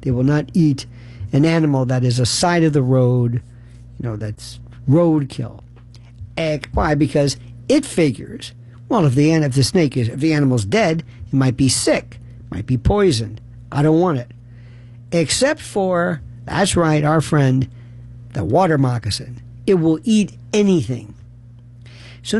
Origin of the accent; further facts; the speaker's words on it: Florida, United States; I was raised in Florida. I think I was in the water five times, six times.